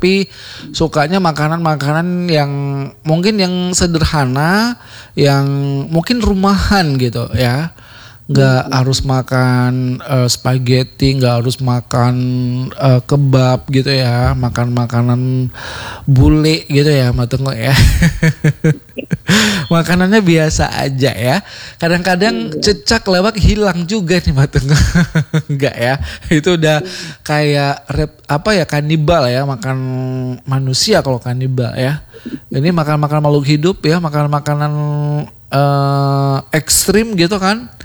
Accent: Aceh, Indonesia; Kalau kita orang Aceh ya

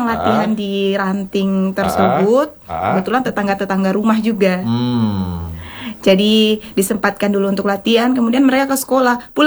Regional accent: Baubau, Southeast Sulawesi, Indonesia; now in Kendari, Indonesia; Saya orang Bau-Bau.

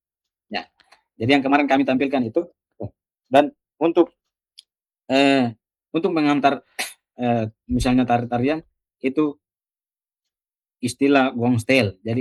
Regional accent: Mataru, East Nusa Tenggara, Indonesia; kami orang Mataro

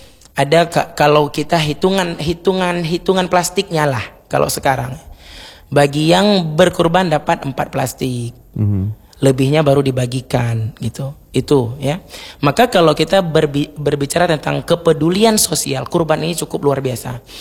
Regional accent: Aceh, Indonesia; now in Banda Aceh, Indonesia

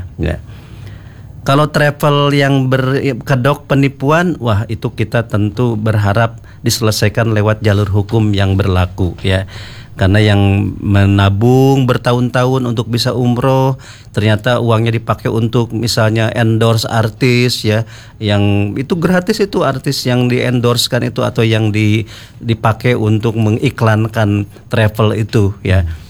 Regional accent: Bogor, West Java, Indonesia; katanya di saya orang Bogor juga tuh.

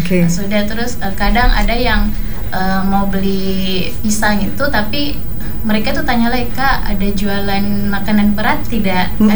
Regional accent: Makassar, South Sulawesi, Indonesia; moved away as an adult; also born or lived in Takalar; now in Fakfak, Indonesia; saya kan memang asli Makassar.

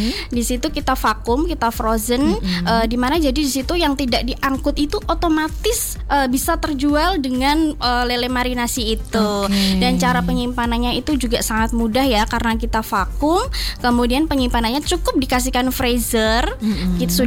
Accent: Winong, Java, Indonesia; Saya asli kelahiran dari desa Winong.

